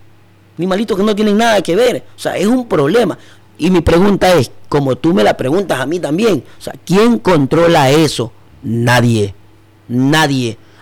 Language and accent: Spanish; Manabí, Ecuador; Entonces, nosotros somos de Montecristi, somos de Jaramillo y somos de Manta.